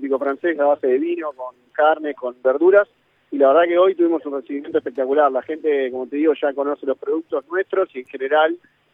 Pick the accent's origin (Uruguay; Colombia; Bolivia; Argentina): Argentina; yo soy argentino.